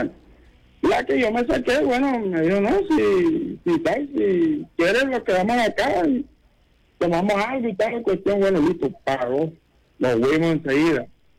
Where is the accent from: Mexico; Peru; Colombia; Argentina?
Colombia; Caribbean Region; now in Valle del Cauca, Colombia; O sea, yo vivo acá en el Valle, pero yo soy costeño.